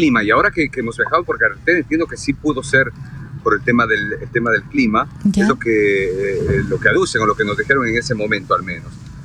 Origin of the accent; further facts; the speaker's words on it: Cuenca, Azuay, Ecuador; Ya hasta que me salió lo cuencano